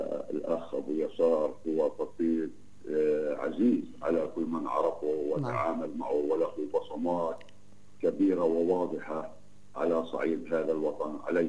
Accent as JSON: {"language": "Arabic", "country": "Palestine", "said": "إحنا كفلسطينيين"}